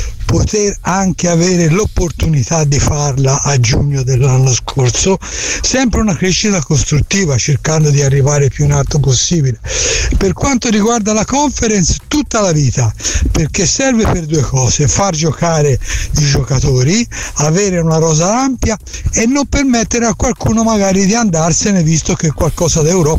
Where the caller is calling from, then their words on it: Lisbon, Portugal; Buongiorno … da Lisbona